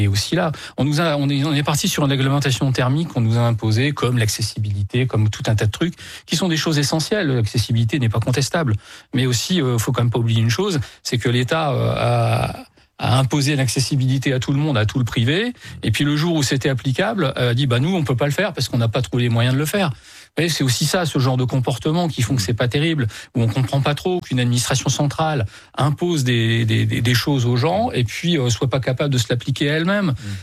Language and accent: French; Hauts-de-France, France